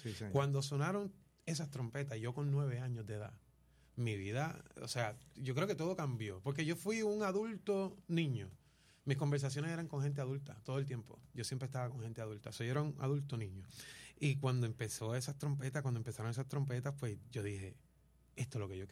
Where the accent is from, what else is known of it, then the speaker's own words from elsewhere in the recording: Puerto Rico; Es la música que nos identifica como puertorriqueños.